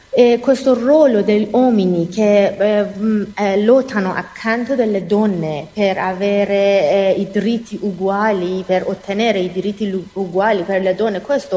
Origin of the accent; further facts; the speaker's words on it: Iran; Italian is a second language; now in Italy; il mio paese è bellissima